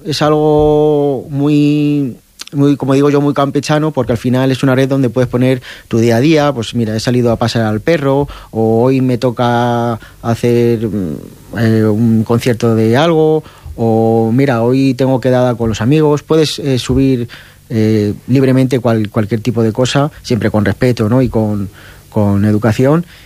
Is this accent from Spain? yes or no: yes; Salamanca, Castile and León, Spain; moved away as an adult; now in Ávila, Spain; yo soy de Salamanca y llevo aquí 4 o 5 años viviendo en Ávila